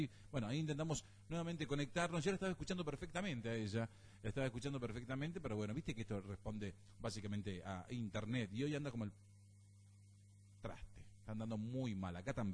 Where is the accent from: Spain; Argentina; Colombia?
Argentina